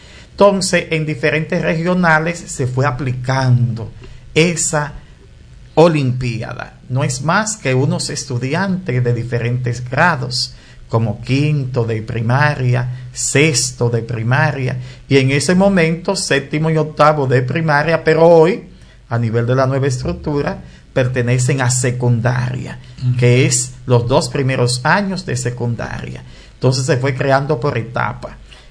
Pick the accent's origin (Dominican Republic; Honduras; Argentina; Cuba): Dominican Republic